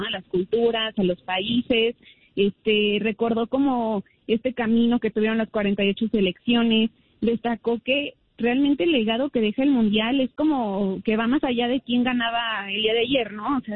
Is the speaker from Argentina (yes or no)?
no; Mexico; como buena mexicana, no me aguanté.